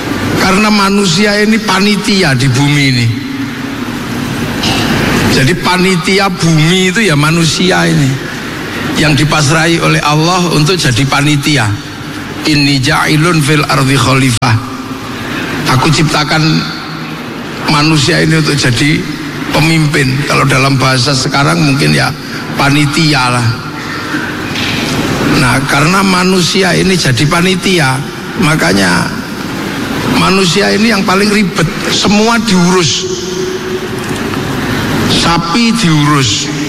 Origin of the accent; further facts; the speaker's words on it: Yogyakarta, Special Region of Yogyakarta, Indonesia; Saya juga mau nyampaikan pantun tapi pakai bahasa Jawa karena saya orang Jogja.